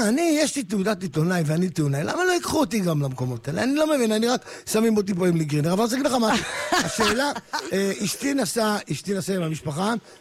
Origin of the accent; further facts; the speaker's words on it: Ramla, Central District, Israel; אני ילד רחוב, אני גדלתי ברמלה, ילד רחוב